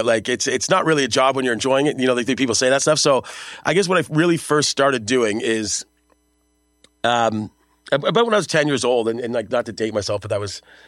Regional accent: Frilton, Ontario, Canada; also born or lived in Kitchener; I lived in rural Ontario. I was born out in, well, not, I was born in Kitchener, but my first memories are on a cow farm in Frilton.

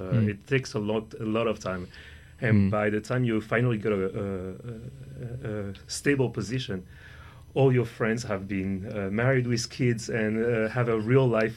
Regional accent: France; moved away as an adult; also born or lived in Denmark / United States; now in Hamilton, Canada; I'm indeed a professor in the math department. And so I grew up in France, was educated in France, traveled a little bit through Denmark, the United States, and moved to Mac in 2021.

